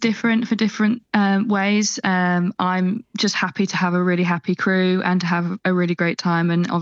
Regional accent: Leeds, Yorkshire and the Humber, United Kingdom; I grew up in Leeds, that very famous seafaring plac

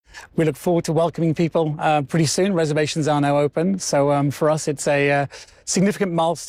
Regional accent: London, United Kingdom; as a Londoner growing up here, knowing the arch and seeing it, you know, most days growing up

